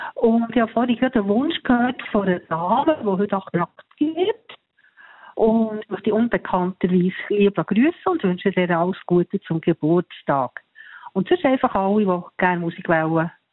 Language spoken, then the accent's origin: German; Switzerland; Also sicher als Schweizer, Schweizer Jodl-Lieder.